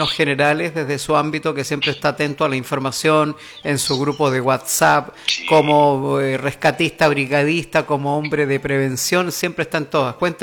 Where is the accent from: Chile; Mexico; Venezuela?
Chile; somos chilenos todo el año además.